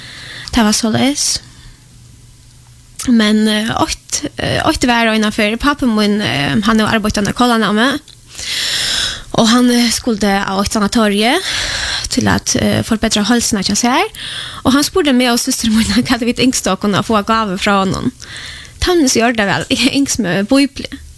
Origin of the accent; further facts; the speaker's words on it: Poland; now in Sweden; Jag är född och uppvuxen i Polen.